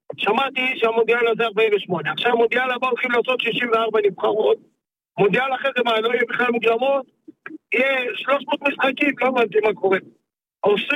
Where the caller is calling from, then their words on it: Pardes Hanna-Karkur, Haifa District, Israel; מפרדס חנה.